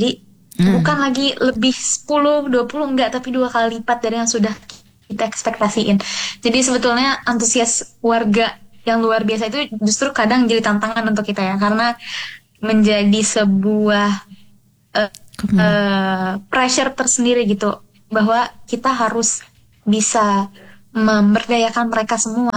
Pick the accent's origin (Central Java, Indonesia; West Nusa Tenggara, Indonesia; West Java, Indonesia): West Java, Indonesia; Bandung; born there; sebetulnya saya ini lahirnya di Bandung, tapi orang tua dan keluarga besar semua ada di Sulawesi Tengah.